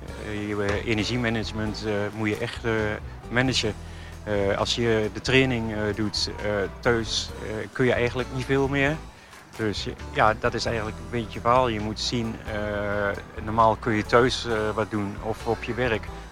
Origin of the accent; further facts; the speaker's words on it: 's-Hertogenbosch, North Brabant, Netherlands; ik kom uit Den Bosch.